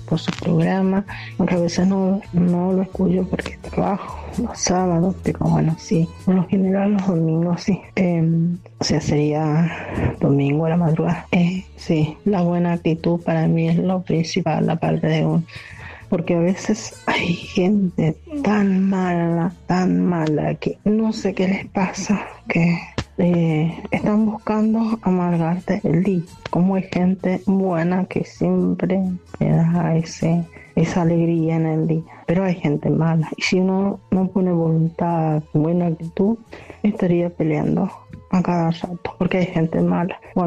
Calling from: Mendoza, Argentina; de Mendoza. La tierra del buen vino es el buen sol.

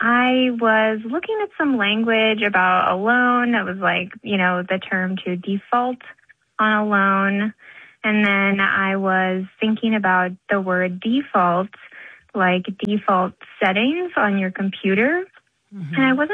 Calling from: New York City, New York, United States; I'm calling from Ridgewood, Queens, New York City.

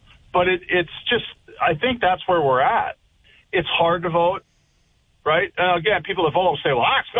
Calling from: Grand Forks, North Dakota, United States

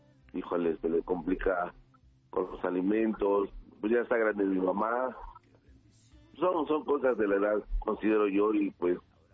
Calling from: Naucalpan, State of Mexico, Mexico; De acá, de Naucalpan.

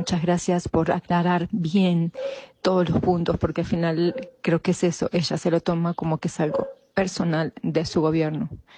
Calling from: Morelos, Mexico; de Morelos.

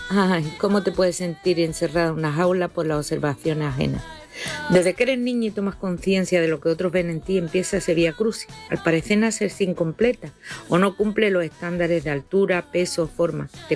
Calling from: Málaga, Andalusia, Spain

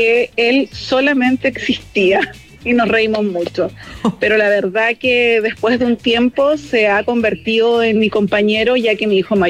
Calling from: Quilpué, Valparaíso, Chile; soy de Quilpué

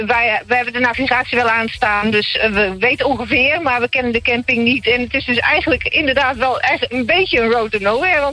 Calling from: Netherlands

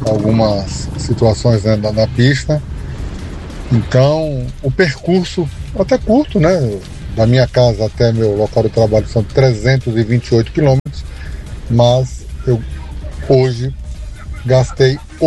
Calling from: Aracaju, Sergipe, Brazil; Tá falando aqui é … de Aracaju.

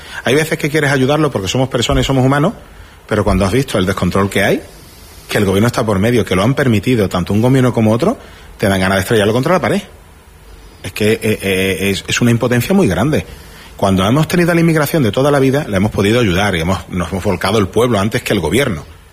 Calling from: Ceuta, Spain; soy ceutí, español y de religión musulmana.

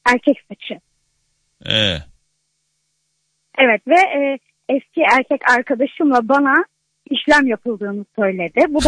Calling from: Kocaeli, Turkey; Kocaeli'den arıyorum.

